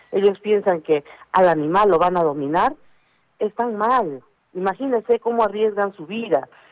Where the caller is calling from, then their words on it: Chuquibamba, Arequipa, Peru; yo soy de Chuquibamba